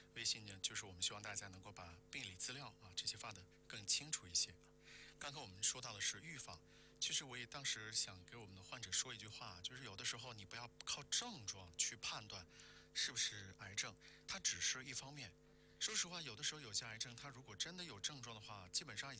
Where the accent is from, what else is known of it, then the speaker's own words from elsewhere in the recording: Wuhan, Hubei, China; 我们武汉人说梗到了，